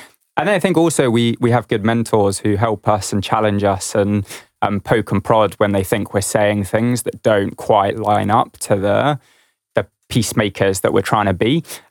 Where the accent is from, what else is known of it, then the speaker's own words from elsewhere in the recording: South Africa; I'm a South African, so I often look at apartheid South Africa